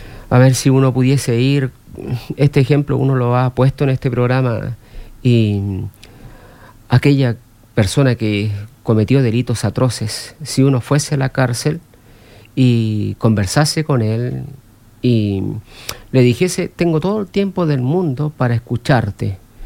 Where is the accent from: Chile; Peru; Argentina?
Chile; Yo siendo chileno, a mí no me gusta cómo hablan aquí en Chile porque no pronuncian la D, no pronuncian la S